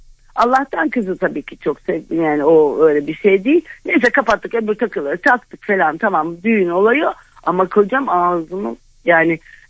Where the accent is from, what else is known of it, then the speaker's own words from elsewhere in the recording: Ankara, Turkey; Ankaralıyım. Annem Ankaralı. Babam Yunanistan'dan geldi.